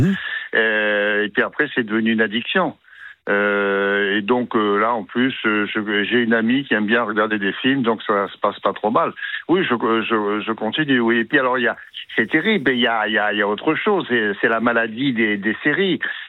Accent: Normandy, France; Alors, balader, là, je suis remonté chez moi en Normandie, là.

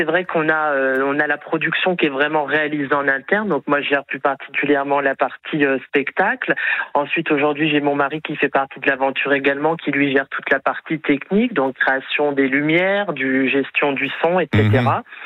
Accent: Trivy, Bourgogne-Franche-Comté, France; moved away as an adult; mes parents étaient installés depuis 30 ans avec leur restaurant à Trivi. Une affaire de famille, puisque c'est la même famille depuis 7 générations. Donc, j'avais envie de revenir là où j'ai grandi

